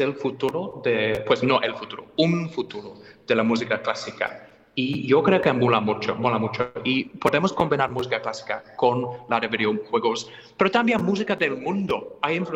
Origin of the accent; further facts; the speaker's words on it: England, United Kingdom; Spanish is a second language; Yo soy de Inglaterra, pero me siento muchísimo mejor como español adoptado, ¿vale?